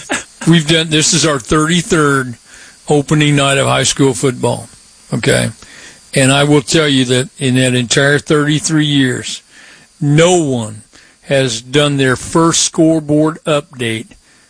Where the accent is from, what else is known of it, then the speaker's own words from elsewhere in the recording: Indiana, United States; So as a transplanted Hoosier, I thought you were spectacular.